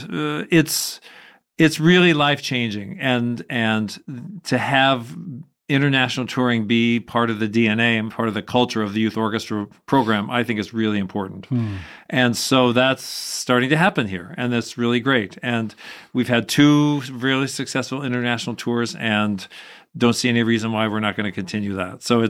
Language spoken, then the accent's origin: English; Phoenix, Arizona, United States; Because I grew up in Phoenix where there's no snow.